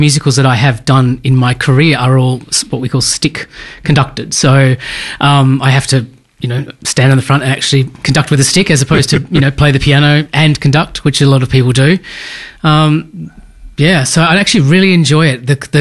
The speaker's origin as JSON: {"language": "English", "region": "Western Australia", "country": "Australia", "moved": "yes", "said": "I'm actually from Western Australia, right."}